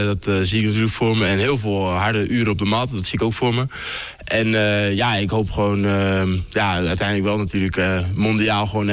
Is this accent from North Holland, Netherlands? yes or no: no; Veendam, Groningen, Netherlands; ik kom uit Veendam. Ik heb altijd al gewoond, altijd al geleefd.